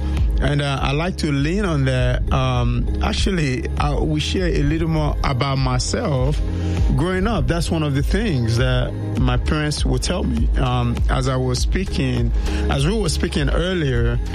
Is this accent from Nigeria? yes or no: yes; Nigeria; English is a second language; And I will say, actually, very growing up in Nigeria, from a Yoruba group, I'm a Yoruba person.